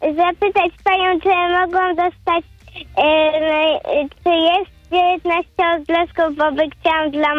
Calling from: Zielona Góra, Lubusz Voivodeship, Poland; Dzwonię z miasta Zielona Góra.

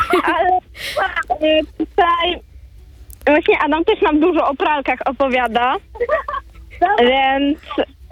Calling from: Radom, Masovian Voivodeship, Poland; Z Radomia.

